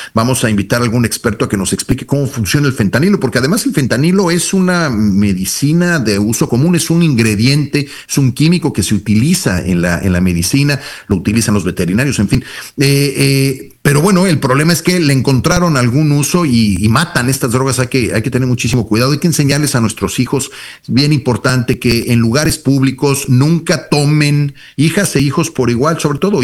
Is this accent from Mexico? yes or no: yes; Mexico; Como mexicano a mí me da mucha vergüenza